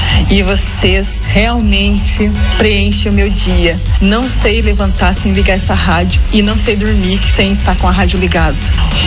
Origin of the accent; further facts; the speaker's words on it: Paraná, Brazil; vim do Paraná, sintonizei 90.1.